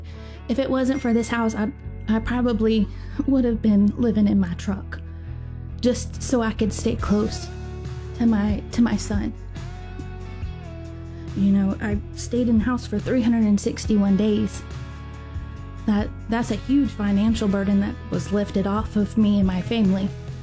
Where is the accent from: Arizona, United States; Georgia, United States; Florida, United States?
Georgia, United States; Richmond Hill; I am from Richmond Hill, Georgia